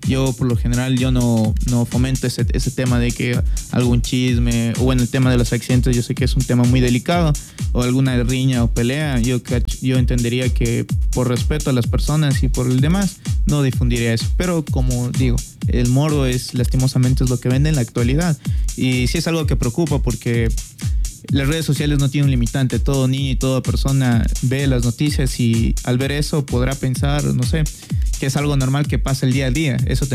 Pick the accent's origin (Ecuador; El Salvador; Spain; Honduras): Ecuador; Pedro Vicente Maldonado, Pichincha; moved away as an adult; now in Santo Domingo, Ecuador; cuando soy de Pedro Vicente